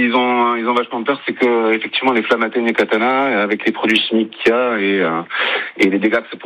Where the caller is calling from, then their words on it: Perpignan, Occitanie, France; je suis sur Perpignan à l'heure actuelle